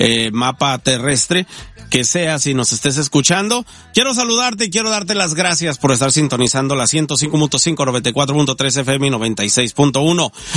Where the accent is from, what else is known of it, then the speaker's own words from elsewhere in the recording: Guadalajara, Jalisco, Mexico; born there; Mis padres de los meros altos de Jalisco, yo nacido en Guadalajara, Jalisco.